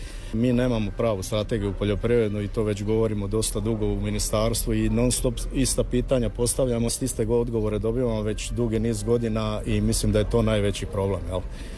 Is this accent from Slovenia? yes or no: no; Croatia